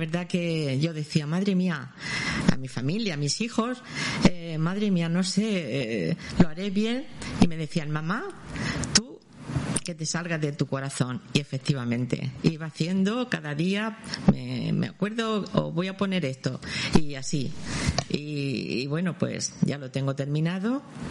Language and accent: Spanish; Bullas, Region of Murcia, Spain; yo desde aquí de la radio a todo mi pueblo de Bullas